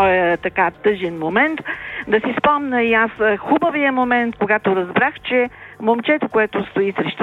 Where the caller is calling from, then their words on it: Sofia, Sofia City, Bulgaria; съм от София.